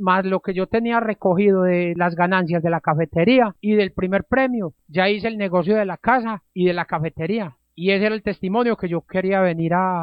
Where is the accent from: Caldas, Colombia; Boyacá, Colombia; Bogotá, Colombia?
Caldas, Colombia; Supía; Yo soy de Supía, Caldas.